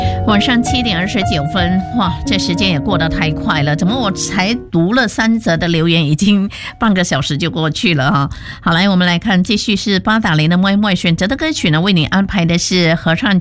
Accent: Batu Pahat, Johor, Malaysia; 我的家乡巴珠巴峡巴珠巴汉市区百年老店遇上了大火，这排老店也陪伴着我长大

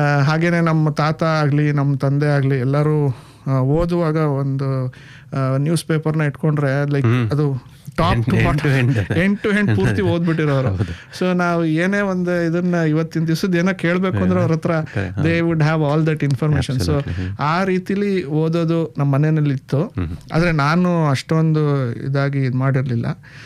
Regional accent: Tumakuru, Karnataka, India; moved away as an adult; now in Bengaluru, India; ನಾನು ಮೂಲತಃ ಬೆಂಗಳೂರಲ್ಲಿ ಹುಟ್ಟಿದ್ದು, ಆಮೇಲೆ ನನ್ನ ಓದು ಮತ್ತು ನನ್ನ ಬೆಳವಣಿಗೆ ಎಲ್ಲ ತುಮಕೂರಲ್ಲಿ ನಡೀತು. ನಮ್ಮ ತಂದೆ ಪೊಲೀಸ್ ವೃತ್ತಿಯಲ್ಲಿ ಇದ್ದಿದ್ದರಿಂದ ಅವ್ರಿಗೆ ಬೆಂಗಳೂರಿಂದ ತುಮಕೂರಿಗೆ ವರ್ಗಾವಣೆ ಆಗಿ ನನ್ನ ಸ್ಕೂಲಿಂಗು ಮತ್ತು ಕಾಲೇಜು ಎಲ್ಲನೂ ನಾನು ತುಮಕೂರಿನಲ್ಲೇ ಮಾಡಿದೆ.

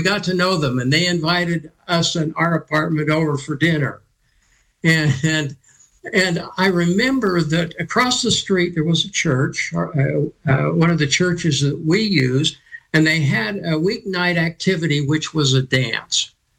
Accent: Salt Lake City, Utah, United States; Well, I'm from Salt Lake City, Utah. I was the oldest child of five.

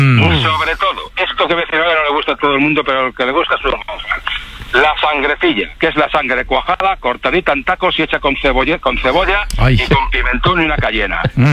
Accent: Valladolid, Castile and León, Spain; Yo soy de Valladolid, de capital, ¿vale?

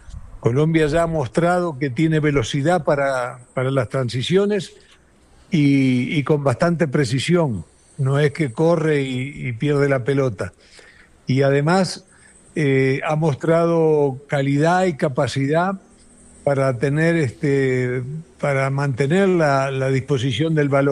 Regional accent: Uruguay; Yo soy uruguayo, me crié en un país que ha creído siempre y ha tenido una manera de jugar que no es una casualidad

